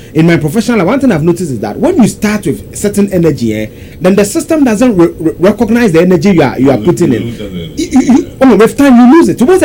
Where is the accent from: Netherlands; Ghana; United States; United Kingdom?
Ghana; my hometown, Achimesium